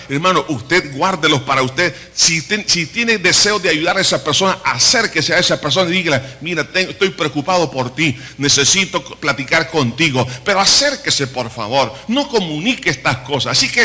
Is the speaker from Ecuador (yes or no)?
no; El Salvador